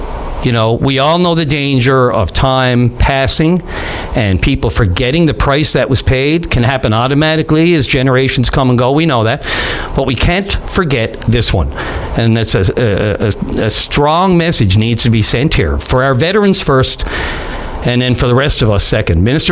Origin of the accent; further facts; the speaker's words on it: Newfoundland and Labrador, Canada; It offended me as a Newfoundlander.